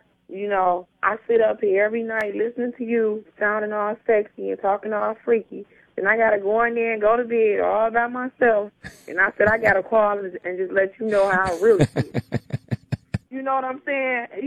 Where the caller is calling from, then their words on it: Detroit, Michigan, United States; I'm calling you from Detroit.